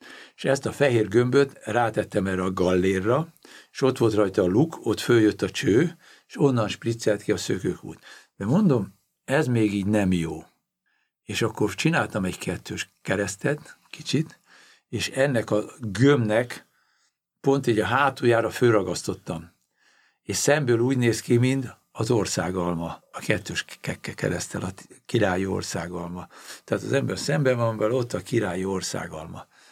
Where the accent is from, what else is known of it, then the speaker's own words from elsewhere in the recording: Hungary; Mert magyar vagyok.